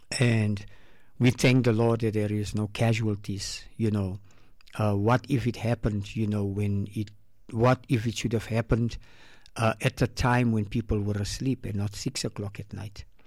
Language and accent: English; South Africa